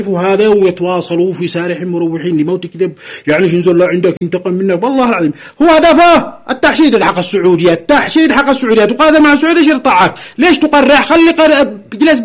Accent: Yemen; نحن مجتمع يمني متماسك، ثقافة واحدة، دين واحد، أخلاق واحدة، عادة وتقاليد كل نفس الشيء

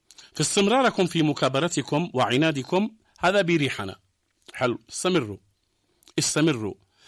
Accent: Yemen; احنا كشعب يمني

